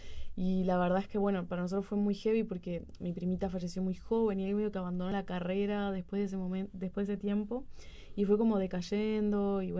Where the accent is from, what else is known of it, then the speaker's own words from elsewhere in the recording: Maldonado, Uruguay; yo soy de Maldonado, como que venía a Montevideo siempre